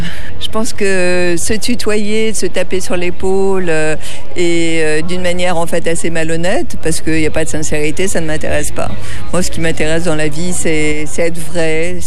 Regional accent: Brittany, France; je ne suis pas une méditerranéenne non plus, je suis bretonne, donc avec une forme de réserve

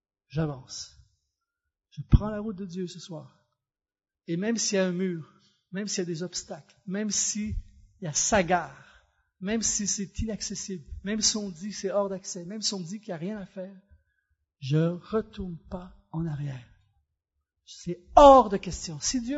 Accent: Quebec, Canada; accent: Québécois; je sors mon accent québécois.

